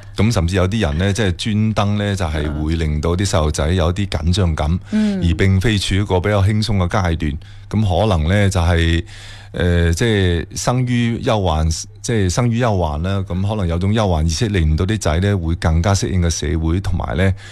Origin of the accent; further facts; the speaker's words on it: Guangdong, China; 作为我哋中国人、广东人